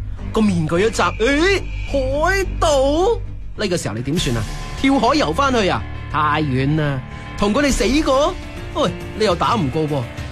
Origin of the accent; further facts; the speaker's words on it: Guangdong, China; 我哋广东人